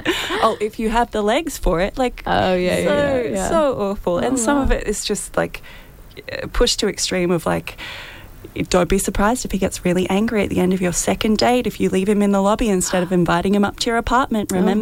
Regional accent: Toowoomba, Queensland, Australia; moved away as an adult; now in Brisbane, Australia; So I grew up in Toowoomba. I did my Bachelor's of Creative Arts there, and for the last 10 years I've been in Brisbane

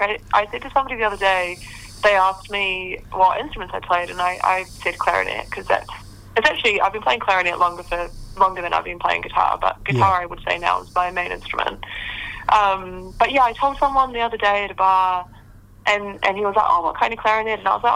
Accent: Auckland, New Zealand; also born or lived in Wellington; I'm from Auckland and based in Auckland.

